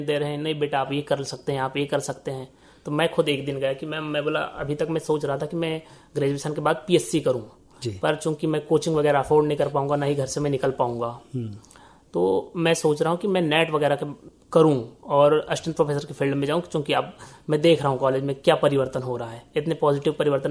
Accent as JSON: {"language": "Hindi", "area": "Balaghat district", "region": "Madhya Pradesh", "country": "India", "said": "मैं ग्राम चुरली पोस्ट बोलेगांव तहसील लांजी जिला बालाघाट का निवासी हूँ।"}